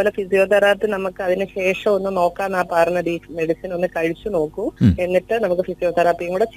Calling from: Pala, Kerala, India; ഞാൻ പാലായിൽ നിന്നാണ് വിളിക്കുന്നത്.

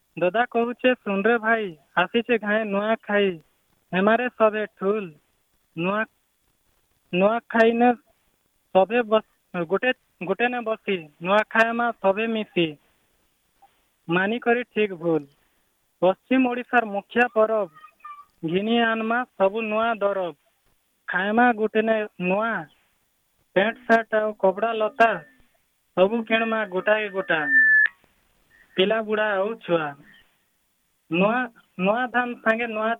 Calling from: Ludinathpur, Odisha, India

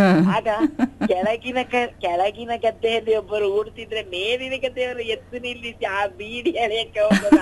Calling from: Cherambane, Karnataka, India; ನಾನು ಚೇರಂಬಾಳೆ ಕೊಳಗದಾಳು ಗ್ರಾಮದಿಂದ

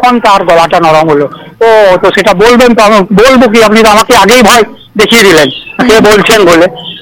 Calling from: Dubrajpur, West Bengal, India; আমি পশ্চিমবঙ্গের বীরভূম জেলার দুবরাজপুর থেকে

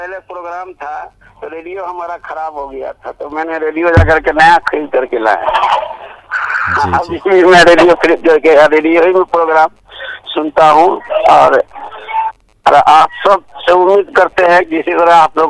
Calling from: Darbhanga, Bihar, India; जी दरभंगा से बोल रहे हैं

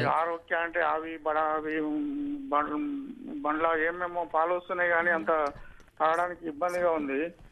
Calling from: Ranga Reddy district, Telangana, India; నేను రంగారెడ్డి జిల్లా బిఎన్రెడ్డి దగ్గర నుంచి మాట్లాడుతున్నాను సార్.

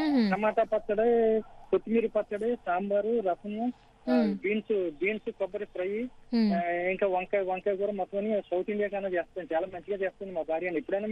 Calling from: Hyderabad, Telangana, India; జూబ్లీహిల్స్ నుంచి మాట్లాడుతున్నానండి.

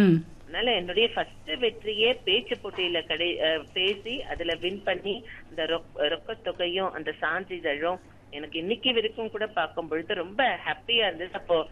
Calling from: Katpadi, Tamil Nadu, India; வேலூர் மாவட்டம் கட்பாடி பகுதியிலிருந்து … பேசுறேன்.

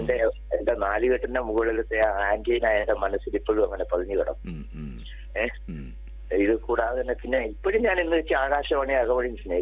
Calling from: Karunagappally, Kerala, India; Karunagappally.

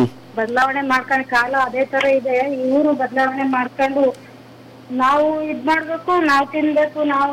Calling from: Karnataka, India; ನಾವು ಸಾವಿತ್ರಮ್ಮ ಸೌತ ಕಾಲೋನಿಯಿಂದ.

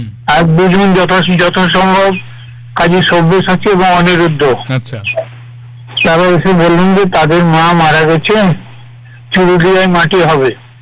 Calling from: West Bengal, India; আমি বীরভূম থেকে বলছি।

